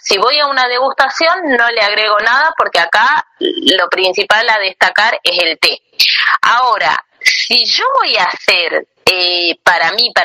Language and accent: Spanish; Tucumán, Argentina; Yo soy tucumana